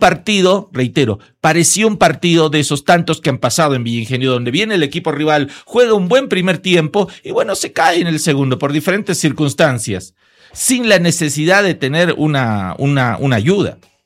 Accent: Bolivia; Somos todos bolivianos.

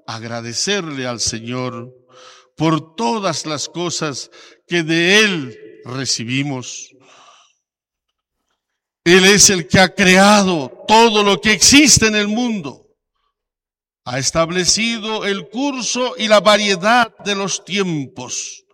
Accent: La Paz, Bolivia; nuestro compromiso como paceños y bolivianos

